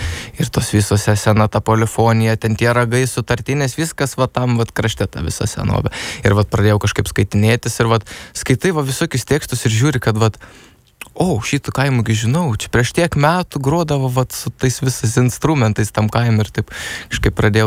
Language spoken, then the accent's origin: Lithuanian; Biržai District, Panevėžys County, Lithuania; Aš iš Biržų rajoną